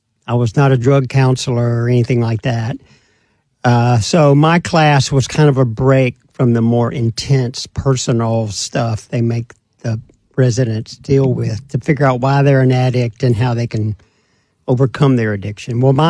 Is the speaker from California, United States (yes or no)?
no; Mississippi, United States; I grew up in Mississippi.